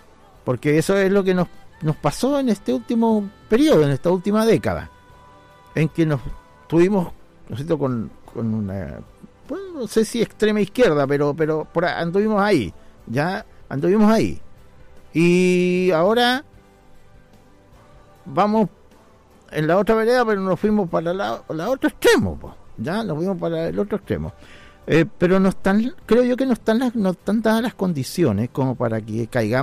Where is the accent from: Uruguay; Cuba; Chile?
Chile; O sea, debe preocuparnos como ciudadanos chilenos, debe preocuparnos.